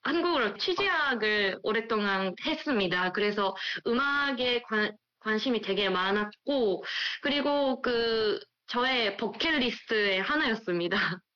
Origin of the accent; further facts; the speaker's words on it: Japan; Korean is a second language; moved away as an adult; also born or lived in Gongju, South Korea; 제가 유학한 당시에는 대학원에서는 제가 유일한 일본인 학생이었거든요.